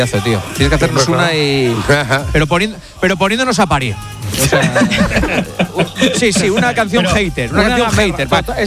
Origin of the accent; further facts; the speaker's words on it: Gijón, Asturias, Spain; No como yo, que soy de Gijón y soy un saborío, que vamos.